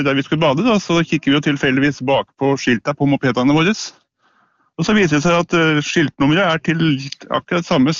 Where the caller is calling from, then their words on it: Filtvet, Buskerud, Norway; Dette er sånn at vi kommer fra Filtvet og Hurum med postnummer 3480.